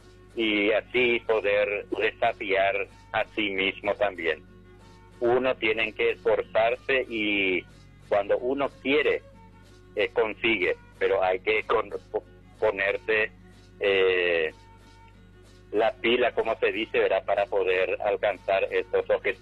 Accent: Alto Paraná, Paraguay; como hijo directo del departamento del Alto Paraná.

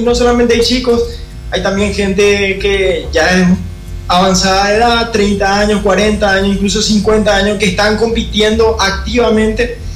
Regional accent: Luque, Central, Paraguay; Soy luqueño, vivo en Luque desde siempre.

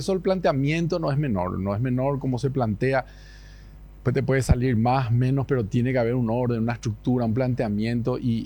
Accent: Paraguay; cómo somos los paraguayos

